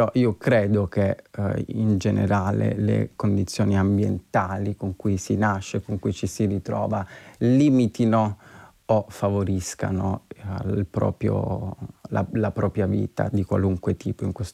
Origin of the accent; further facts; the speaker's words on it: Southern Italy, Italy; born there; now in Rome, Italy; il mio paese si forma quando ad un certo punto iniziano a lavorare in minatoria le miniere di zolfo lì vicino, quindi comunque stiamo parlando di un paese che è stato abitato da minatori, quindi ha una tradizione di quel tipo, non ha una tradizione borghese